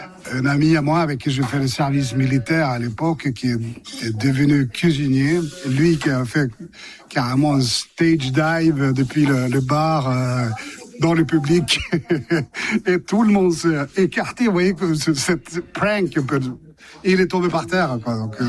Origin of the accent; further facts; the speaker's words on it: Sweden; French is a second language; Moi, je viens de Suède